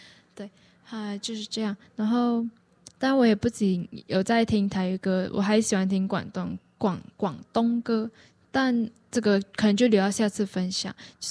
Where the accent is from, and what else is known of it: Malaysia; now in Taiwan